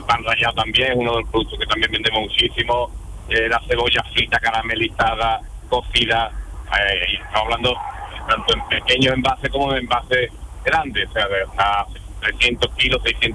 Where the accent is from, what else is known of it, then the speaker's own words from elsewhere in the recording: La Puebla del Río, Andalusia, Spain; Desde yo vivo en la Puebla del Río, que soy de natural de Puebla del Río.